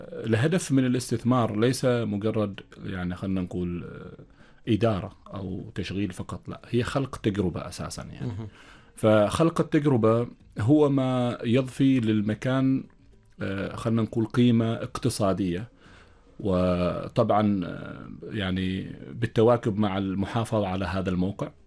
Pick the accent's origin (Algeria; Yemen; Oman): Oman; احنا كشعب عماني